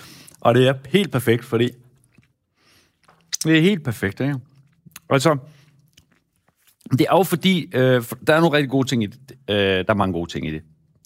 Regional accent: Central Denmark Region, Denmark; jeg er vokset op i Midtjylland og kun har haft engelsk i 3 år, så er mit engelsk jo så skole dansk.

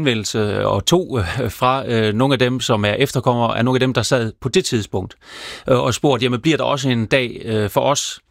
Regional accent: Region of Southern Denmark, Denmark; Nu er jeg selv fra Sønderjylland

